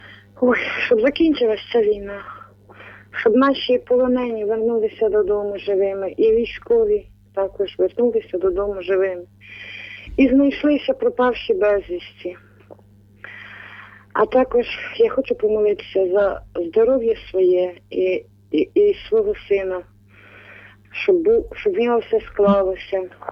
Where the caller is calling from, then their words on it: Bila Tserkva district, Kyiv Oblast, Ukraine; я сама з Київщини, з Білоцерківського району.